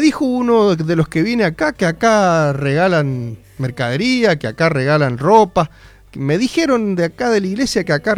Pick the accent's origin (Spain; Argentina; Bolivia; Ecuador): Argentina; somos recontra argentinos.